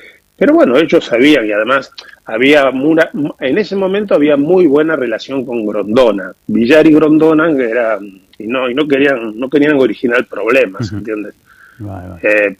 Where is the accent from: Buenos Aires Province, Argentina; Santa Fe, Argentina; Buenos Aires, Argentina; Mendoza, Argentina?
Santa Fe, Argentina; Rosario; él es también de Rosario y iba a mi pueblo